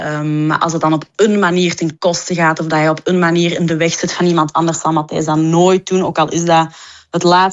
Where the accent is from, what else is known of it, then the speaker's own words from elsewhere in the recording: Flanders, Belgium; En ik ben een echte Vlaamse, dus dat botst wel soms.